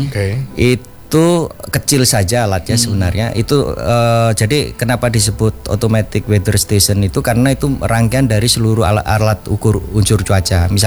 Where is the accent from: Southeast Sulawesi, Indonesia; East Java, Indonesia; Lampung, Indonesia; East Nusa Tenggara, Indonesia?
East Java, Indonesia; di kampung halaman saya aja, namanya di Kabupaten Malang